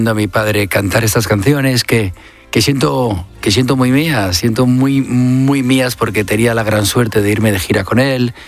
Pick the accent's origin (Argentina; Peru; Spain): Spain; Ha sido muy difícil intentar hacer un concierto de mi padre en mi país, en España